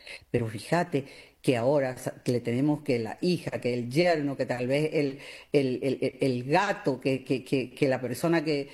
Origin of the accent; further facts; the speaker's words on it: Paraguay; Qué generosos somos los paraguayos.